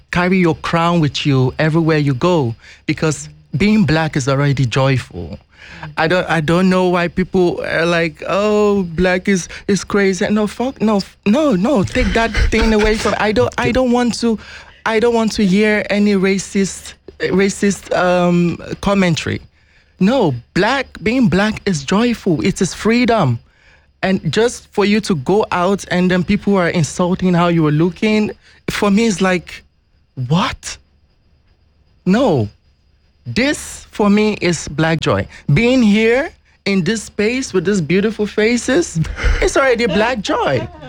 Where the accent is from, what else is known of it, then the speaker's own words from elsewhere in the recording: Nigeria; now in Netherlands; I come from Nigeria.